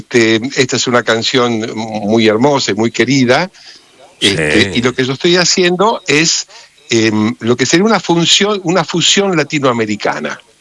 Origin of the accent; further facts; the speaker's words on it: Mercedes, Buenos Aires Province, Argentina; soy de Mercedes, de la ciudad de Mercedes, provincia de Buenos Aires.